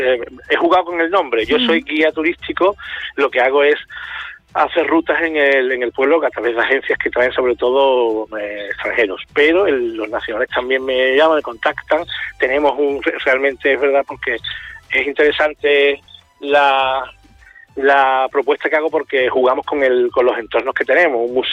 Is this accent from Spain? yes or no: yes; San Fernando, Andalusia, Spain; moved away; Yo soy de San Fernando, de Cádiz, entonces el punto marítimo, el guiño a Cádiz siempre lo traigo